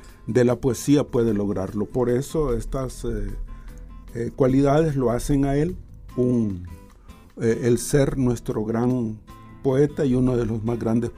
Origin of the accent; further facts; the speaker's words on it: Tegucigalpa, Francisco Morazán, Honduras; Este poema, para los que somos de Tegucigalpa, se llama Río Grande.